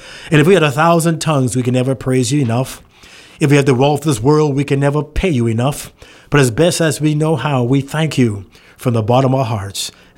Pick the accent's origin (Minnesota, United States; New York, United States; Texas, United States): Minnesota, United States; Minneapolis; I remember growing up in Minneapolis